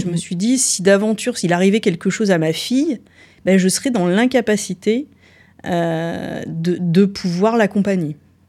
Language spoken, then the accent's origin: French; Auvergne-Rhône-Alpes, France; moved away as an adult; now in Valence, France; Non, je suis auvergnate. Je suis arrivée sur Valence il y a maintenant une vingtaine d'années.